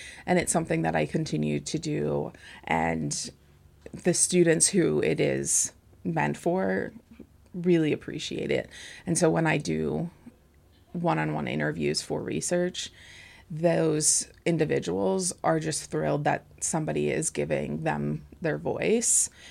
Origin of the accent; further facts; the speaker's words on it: New York, United States; also born or lived in Indiana; now in Geneseo, United States; I'm originally from New York.